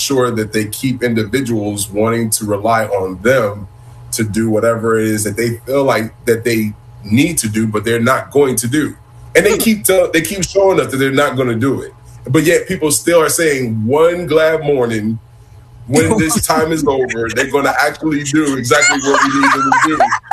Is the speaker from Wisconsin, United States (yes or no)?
no; Buffalo, New York, United States; Buffalo, my hometown